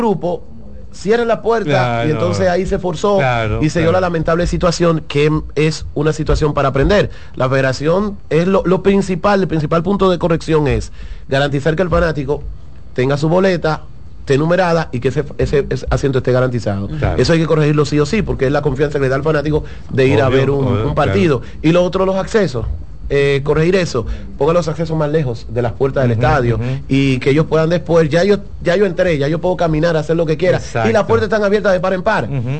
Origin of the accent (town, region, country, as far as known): Dominican Republic